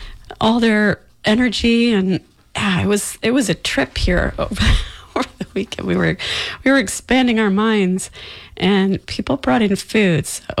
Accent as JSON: {"language": "English", "country": "Canada", "moved": "yes", "lives_now": "United States", "said": "I'm Canadian"}